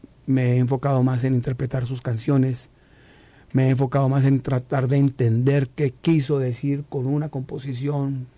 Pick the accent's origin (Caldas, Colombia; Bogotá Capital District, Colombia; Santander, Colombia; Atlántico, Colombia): Bogotá Capital District, Colombia; Bogotá; born there; also born or lived in Caracas, Venezuela; Yo nací en Bogotá, nací en Colombia, pero vivíamos en Caracas, aquí en Venezuela, y fuimos de retorno a Colombia.